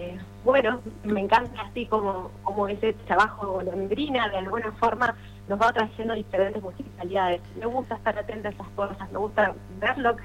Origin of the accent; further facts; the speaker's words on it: Salta, Argentina; born there; Yo nací en Salta, que bien soy yo quien nací en Salta por el trabajo de mi papá, que era el petróleo.